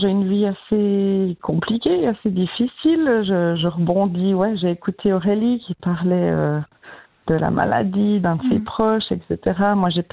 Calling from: Vaud, Switzerland; J'habite de près des Chalons.

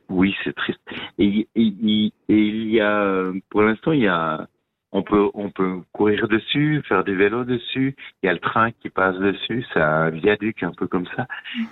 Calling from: Fribourg, Switzerland; moi je suis pas de Genève, je suis de la Broye.

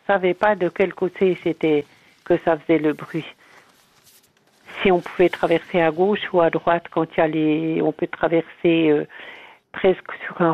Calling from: Biel/Bienne, Bern, Switzerland; mais en tout cas ici à Bienne, il y a quelque chose qui vibre.

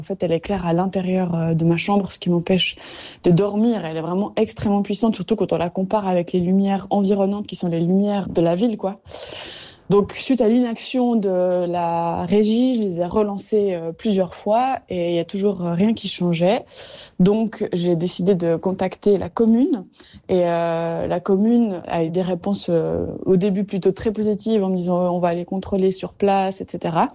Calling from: Vaud, Switzerland; C'est aussi mon cas dans la région de Lausanne.

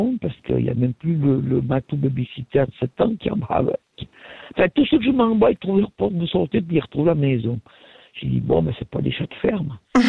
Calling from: Valais, Switzerland; je suis du Valais

